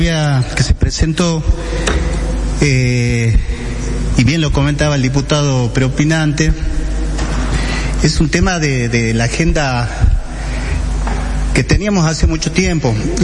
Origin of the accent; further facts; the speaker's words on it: Salta, Argentina; nosotros, que somos del departamento de San Carlos